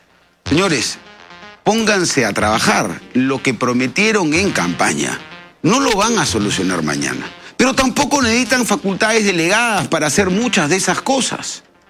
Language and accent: Spanish; Peru; los peruanos y las personas en general estamos hartos de cómo el gobierno nos trata.